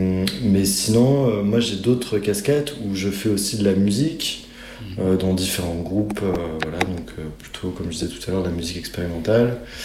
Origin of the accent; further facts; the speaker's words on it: Grenoble, Auvergne-Rhône-Alpes, France; now in Strasbourg, France; Alors j'habite à Strasbourg, mais je suis originaire de Grenoble.